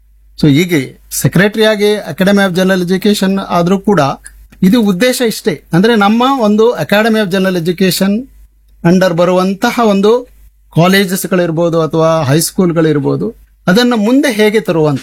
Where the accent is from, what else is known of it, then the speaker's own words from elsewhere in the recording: Idagunji, Karnataka, India; ನಮ್ದು ಊರು ಇಡಗುಂಜಿ. ವಿದ್ಯಾಭ್ಯಾಸ ಎಲ್ಲ ಕನ್ನಡ ಮೀಡಿಯಂ ಅಲ್ಲೇ ಮಾಡಿರೋದು, 10ನೇ ತರಗತಿಯವರೆಗೆ ಅಲ್ಲೇ ಮಾಡಿರೋದು.